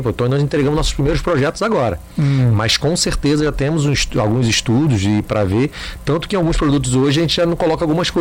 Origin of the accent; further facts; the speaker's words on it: Rio de Janeiro, Brazil; now in Ceará, Brazil; É, eu sou carioca, então a distância para mim não é nada.